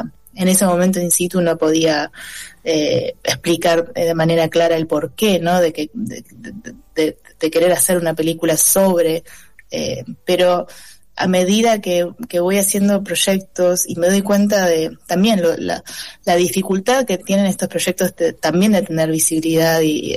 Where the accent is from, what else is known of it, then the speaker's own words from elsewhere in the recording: Argentina; si bien soy argentina, eso, me ven la cara, o sea, soy claramente parte de una diáspora muy pequeña pero que también conforma la sociedad en la que vivimos en Argentina